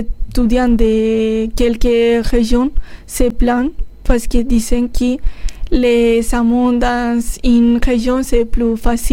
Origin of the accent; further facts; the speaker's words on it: Castilla-La Mancha, Spain; French is a second language; Mais moi, je viens de Castilla-La Mancha, qui c'est en région... qui vivent de l'agriculture, parce que c'est une llanure, donc ça permet de l'agriculture, on dira. Et mes parents, ils sont agriculteurs.